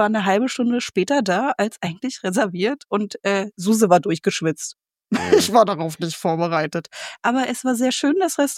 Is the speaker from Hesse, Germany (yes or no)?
no; Potsdam, Brandenburg, Germany; ich komme aus Potsdam und ich weiß nicht, Werder ist da um der Ecke.